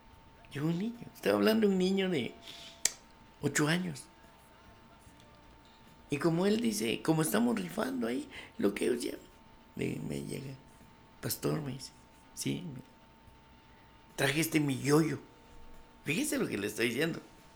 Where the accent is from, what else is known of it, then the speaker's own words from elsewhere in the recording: Guatemala; Así somos los guatemaltecos.